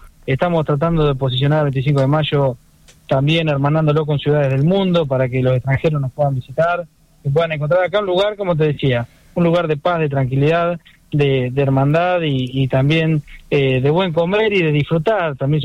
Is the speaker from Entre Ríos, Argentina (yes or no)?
no; 25 de Mayo, Buenos Aires Province, Argentina; 25 de mayo es un pueblo que abraza, es un pueblo que abraza a todo aquel que decide visitarlo. Somos el pueblo del Colo Barco